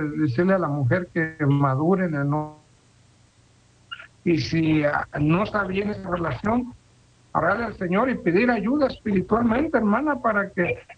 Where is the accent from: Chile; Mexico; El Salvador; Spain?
Mexico; yo soy mexicano